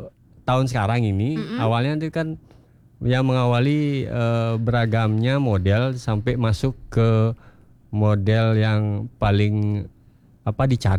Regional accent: Petang, Bali, Indonesia; desa saya di Petang

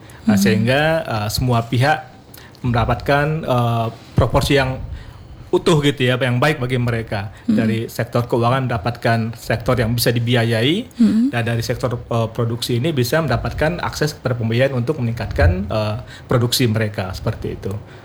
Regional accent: Riau, Indonesia; moved away; Saya kan asli Riau juga nih.

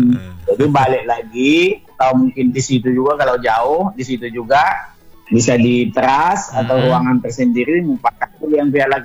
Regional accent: North Sumatra, Indonesia; born there; moved away; di kampung saya itu, di kampung kita sana di daerah Batak.

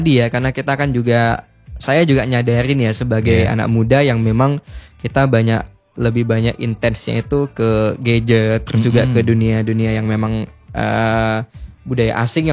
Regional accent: Siak Kecil, Siak, Riau, Indonesia; itu adalah apa ibaratnya kampung halaman saya

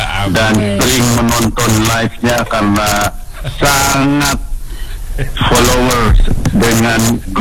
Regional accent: Tangerang, Banten, Indonesia; saya orang Banten, saya bukan orang Jakarta.

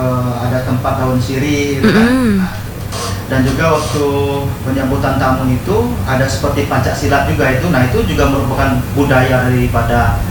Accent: Bengkulu, Indonesia; Tapi secara global bahwa kita suku Rejang ini di mana mempunyai budaya di mana sopan santun dikedepankan, lalu menghormati orang tua, gotong royong, itu sebenarnya budaya kita orang Rejang waktu itu.

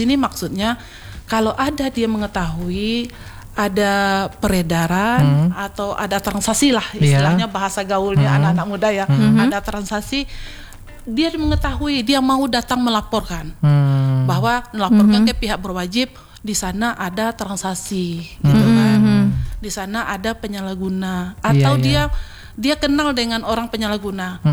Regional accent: West Sumatra, Indonesia; kita orang Minang

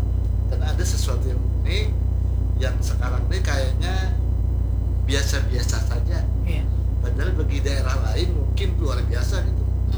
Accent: Banjar, South Kalimantan, Indonesia; born there; Kalau saya lahir di Banjar, bahan bakunya Jawa Timur. Tapi cinta ke Banjarnya, yeah. Ya lahir di Banjar, orang Banjar juga sekali.

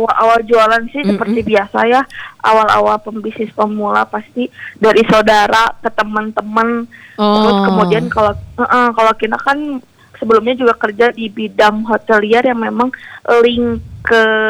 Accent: Sumedang, West Java, Indonesia; Kebetulan kalau saya asli Sumedang.

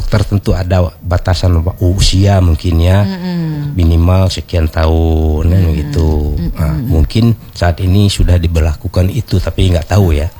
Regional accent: West Java, Indonesia; Kalau kami orang Sunda enggak.

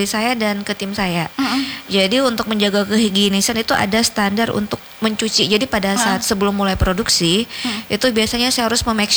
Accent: South Sulawesi, Indonesia; Iya, saya Bugis.

